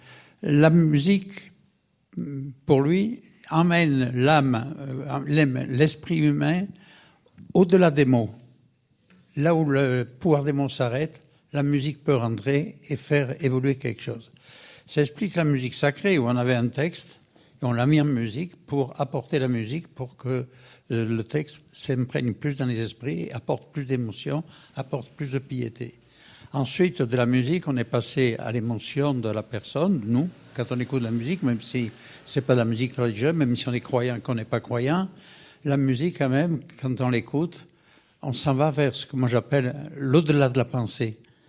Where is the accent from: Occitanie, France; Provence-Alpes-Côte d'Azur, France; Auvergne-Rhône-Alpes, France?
Auvergne-Rhône-Alpes, France; moi, je suis de l'Haute-Loire